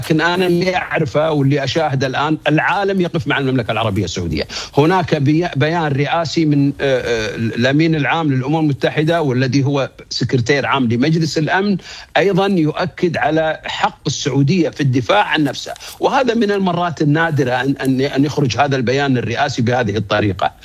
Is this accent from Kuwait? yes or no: yes; Kuwait; عندنا في الكويت